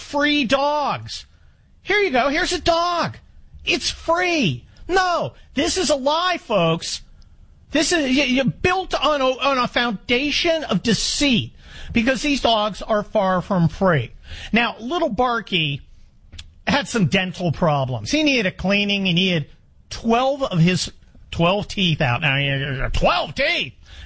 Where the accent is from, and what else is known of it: Scotland, United Kingdom